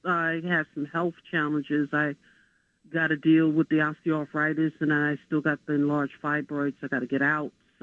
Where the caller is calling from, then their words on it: New York, United States; from the South Bronx.